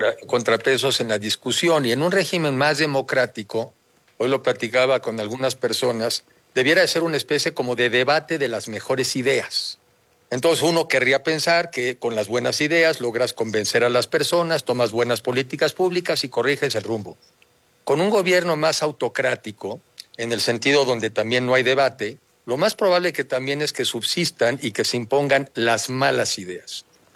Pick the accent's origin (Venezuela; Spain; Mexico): Mexico; sí somos los mexicanos, ¿verdad? Y que estamos siendo ese pueblo hospitalario, cálido y fraterno